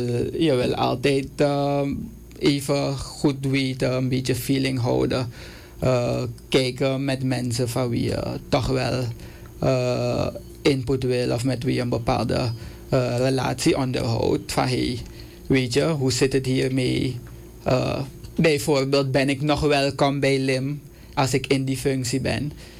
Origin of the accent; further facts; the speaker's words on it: Suriname; Ik ben een Surinamer.